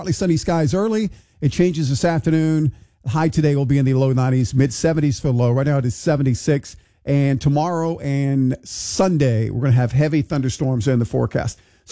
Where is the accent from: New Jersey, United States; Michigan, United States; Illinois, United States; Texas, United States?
Texas, United States; Houston; So as far as my hometown, Houston, goes